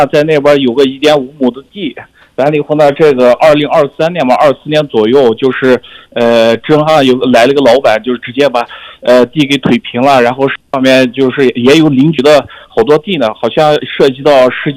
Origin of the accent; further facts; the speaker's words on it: Xinhe, Xinjiang, China; 我老家呢是阿克苏地区信和县的